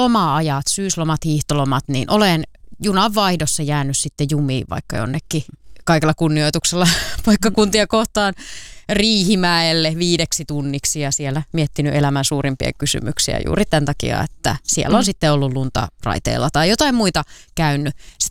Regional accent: Parikkala, South Karelia, Finland; Ja sitten mä olin menossa vielä Parikkalaan Itä-Suomeen, mistä olen kotoisin sieltä suunnilta

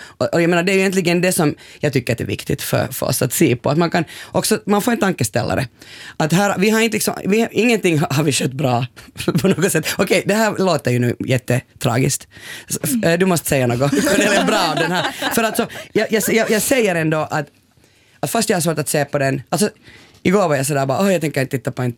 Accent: Porvoo, Uusimaa, Finland; jag är uppvuxen i Borgå på 80-talet

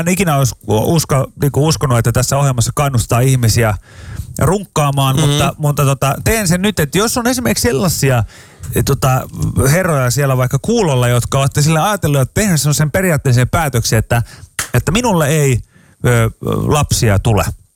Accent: Pori, Satakunta, Finland; Mä oon Porista, joten sen takia ei.

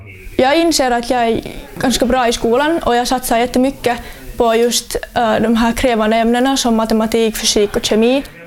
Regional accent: Finland; Det är ett jätteintressant land och jag känner mig nu att jag är en kines fast jag har bott och levt här i Finland hela mitt liv.

